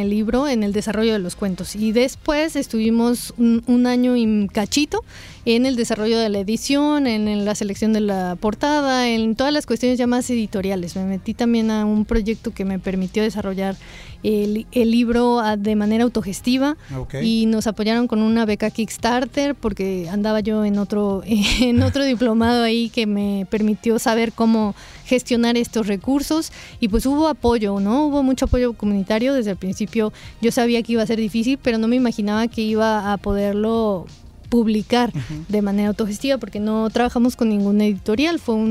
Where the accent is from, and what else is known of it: Orizaba, Veracruz, Mexico